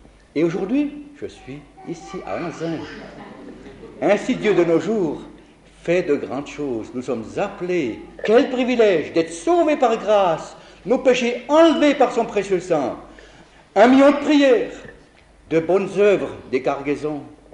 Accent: Italy; now in Paris, France; puisque je suis italien, à Paris chez moi, à domicile, et me dire, vous êtes italien, votre place est sur le front.

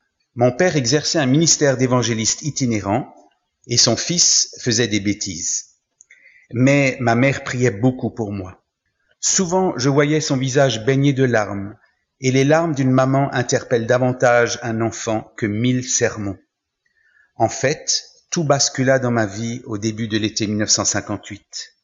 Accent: Mulhouse, Grand Est, France; born there

